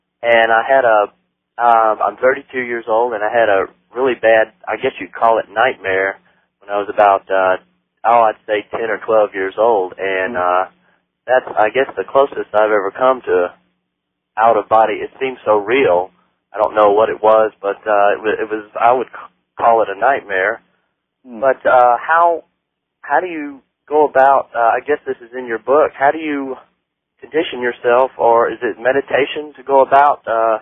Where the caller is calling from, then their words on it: Atlanta, Georgia, United States; from Atlanta, Georgia, WGST.